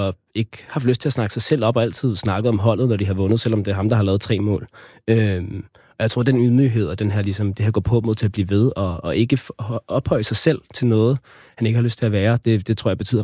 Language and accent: Danish; Argentina; Jeg er argentiner.